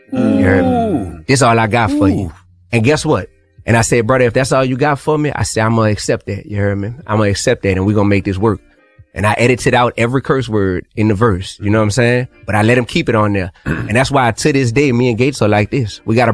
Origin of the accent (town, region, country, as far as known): New Orleans, Louisiana, United States; born or raised there